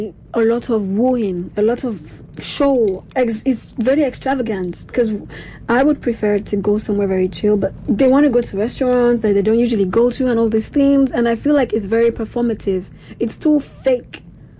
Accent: Nigeria; when I hear date as a Nigerian, I think these people are boyfriend and girlfriend.

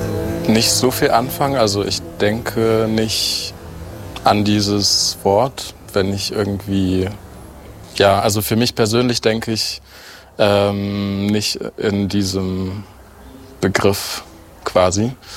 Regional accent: Leipzig, Saxony, Germany; dann habe ich so einen Leipzig-Moment, wo ich aufgewachsen bin.

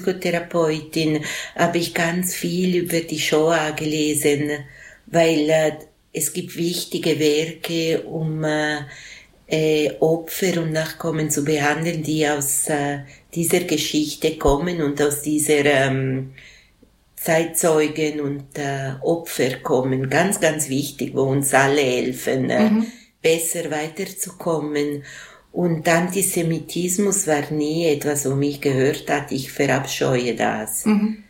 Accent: Switzerland; Ich bin auch eine Schweizerin, aber nicht nur.

